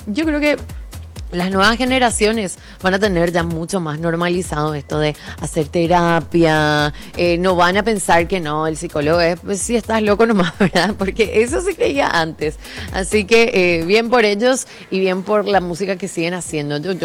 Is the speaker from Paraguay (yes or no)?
yes; Paraguay; Más todavía nosotros como paraguayos.